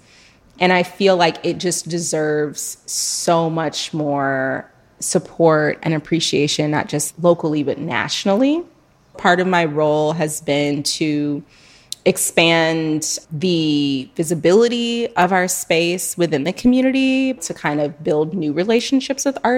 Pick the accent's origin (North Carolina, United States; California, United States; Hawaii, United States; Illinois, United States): Illinois, United States; also born or lived in Chicago; I was born in Chicago. I grew up in the Northwest suburbs